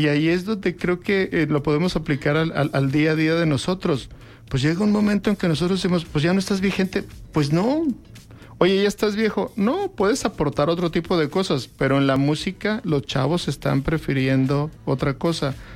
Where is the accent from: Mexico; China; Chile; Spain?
Mexico